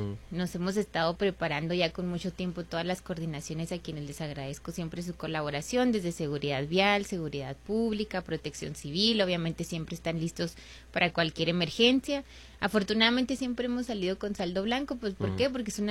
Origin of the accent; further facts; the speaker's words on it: Mexico; eso a mí también me emociona mucho como mexicana